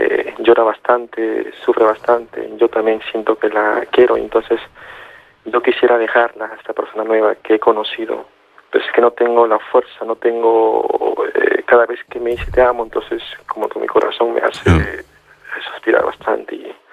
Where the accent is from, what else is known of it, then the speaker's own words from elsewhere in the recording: Peru; No, yo soy de Perú.